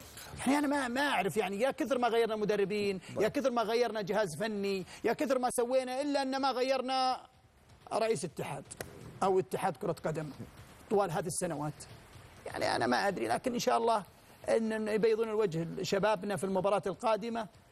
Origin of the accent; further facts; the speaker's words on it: Saudi Arabia; إحنا كسعوديين نرضى بأي شيء